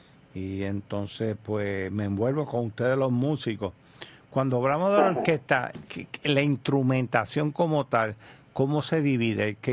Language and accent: Spanish; Trujillo Alto, Puerto Rico; es de mi pueblo de Trujillo Alto